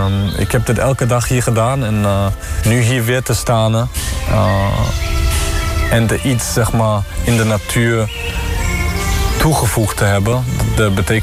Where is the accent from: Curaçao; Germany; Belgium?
Germany; Elten, North Rhine-Westphalia; moved away; die plaats waar ik ben opgegroeid